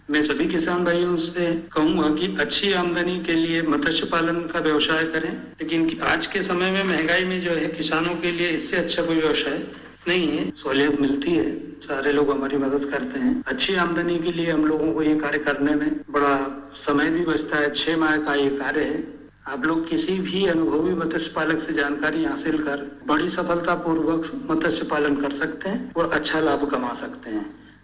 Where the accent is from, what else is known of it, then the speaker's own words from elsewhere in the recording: Sehore district, Madhya Pradesh, India; मैं आपका भाई मत्स्य पालक … ग्राम रिछाड़िया कदीम, तहसील भेरुंदा का निवासी हूँ, जिला सीहोर।